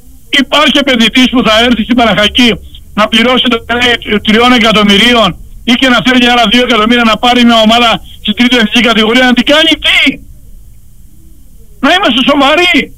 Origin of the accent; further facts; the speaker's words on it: Patras, Western Greece, Greece; ως πατρινός, ως δημοσιογράφος και οπαδός της ομάδος